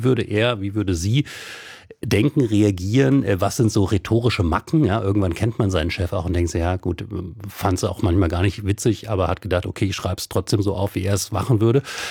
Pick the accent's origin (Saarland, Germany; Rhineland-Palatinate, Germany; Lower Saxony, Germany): Lower Saxony, Germany; Wolfsburg; als er noch Ministerpräsident von Niedersachsen war, von meinem Heimatland, und in meiner Heimatstadt Wolfsburg das Kunstmuseum eröffnen durfte.